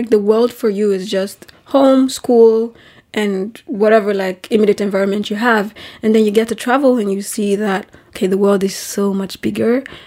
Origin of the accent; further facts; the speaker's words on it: Nigeria; For context, I'm from Nigeria. I was born and raised there.